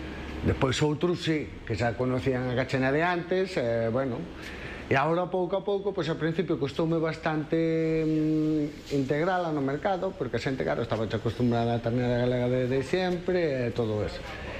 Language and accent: Galician; Galicia, Spain; que donde son eu, do Xurés, que é diferente á zona de pasto